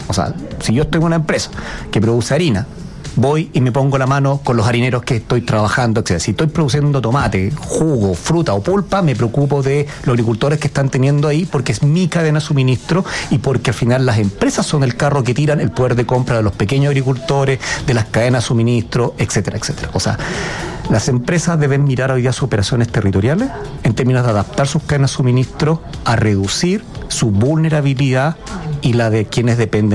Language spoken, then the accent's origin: Spanish; Iquique, Tarapacá, Chile; El plan de adaptación regional de Tarapacá, sí, que soy de Iquique, ya lo incluye.